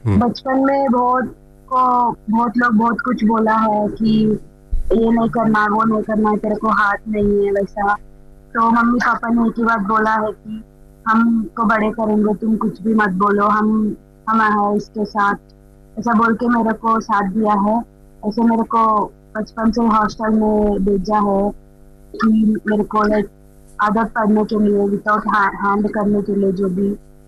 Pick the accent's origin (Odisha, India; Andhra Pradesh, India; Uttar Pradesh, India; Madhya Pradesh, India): Andhra Pradesh, India; मैं आंध्र प्रदेश से हूँ